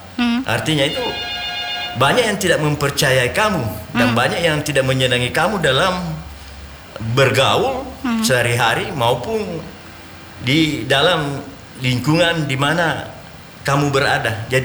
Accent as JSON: {"language": "Indonesian", "region": "South Sulawesi", "country": "Indonesia", "said": "Nah, disinilah saya sebagai orang Bugis, apapun yang saya bicarakan terhadap tetangga masyarakat Bugis di lingkungan yang di mana kami berada bertempat tinggal"}